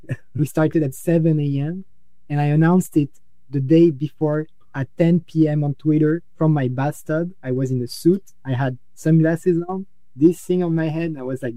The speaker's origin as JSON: {"language": "English", "country": "France", "accent": "French", "second_language": "English", "moved": "yes", "lives_now": "Bay Area, United States"}